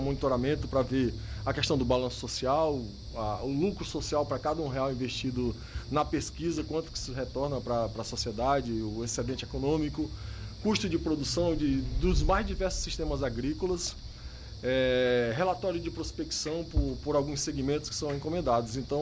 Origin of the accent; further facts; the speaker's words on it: Tarauacá, Acre, Brazil; principalmente de Tarauacá, minha terra natal querida, né? E demais municípios do estado do Acre.